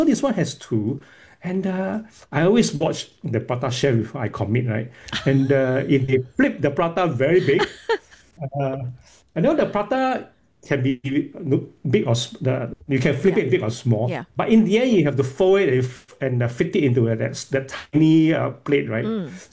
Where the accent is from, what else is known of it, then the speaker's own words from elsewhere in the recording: Singapore; I'm a Singaporean, I'm very kiasu and kiasu.